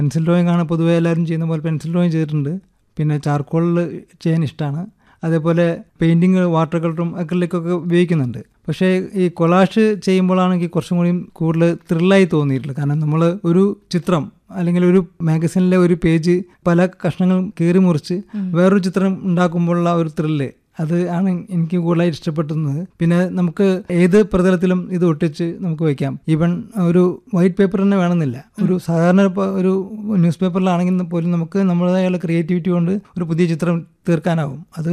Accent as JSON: {"language": "Malayalam", "town": "Kozhikode", "region": "Kerala", "country": "India", "tie": "born or raised there", "said": "എൻ്റെ പിതാവ് … saint Joseph സ്കൂളിലെ അധ്യാപകനായിട്ടാണ് ഇവിടെ ഞാൻ കോഴിക്കോട് വന്നത്. അപ്പോൾ ഞാൻ 1 മുതൽ കോഴിക്കോട്ടുകാരനാണ്."}